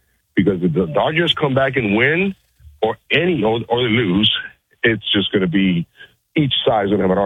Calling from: Ottawa, Ontario, Canada; I'm here calling from Ottawa, dude.

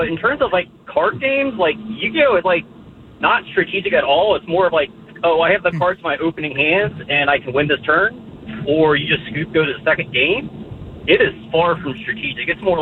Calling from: Richmond, Virginia, United States; I'm from Richmond, Virginia.

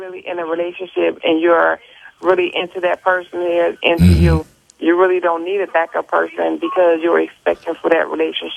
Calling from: Tallahassee, Florida, United States; I'm calling from Tallahassee, Florida.

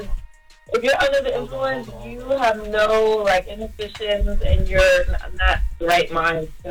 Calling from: Florida, United States; from Florida.

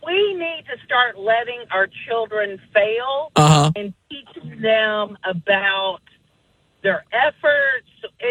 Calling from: Columbia, United States; from Columbia.

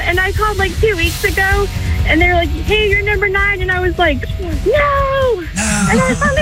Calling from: Texas City, Texas, United States

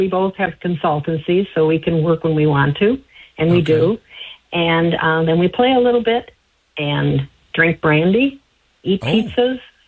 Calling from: Kenosha, Wisconsin, United States; And currently I'm calling you from Kenosha, Wisconsin.

